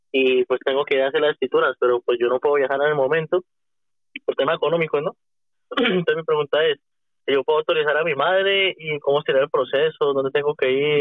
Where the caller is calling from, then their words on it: Madrid, Community of Madrid, Spain; de Madrid.